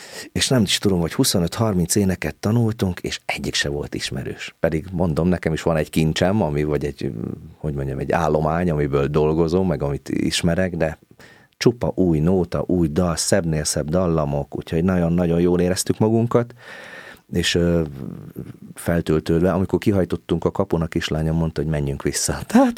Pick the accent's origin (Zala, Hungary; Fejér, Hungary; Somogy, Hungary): Somogy, Hungary; born there; now in Budapest, Hungary; én Somogyban születtem, úgyhogy nekem az a szívem csücske itt a déli part